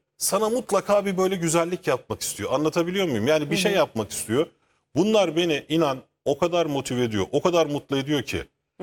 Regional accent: Ankara, Turkey; Ben bir gecekondu çocuğuyum. Ben Ankara'da bir gecekonduda doğdum. Gecekonduda büyüdük.

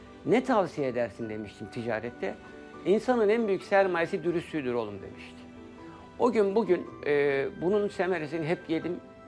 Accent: Istanbul, Turkey; Aslında doğma büyüme İstanbul'dasınız ama aileniz farklı bir coğrafyadan gelmiş.

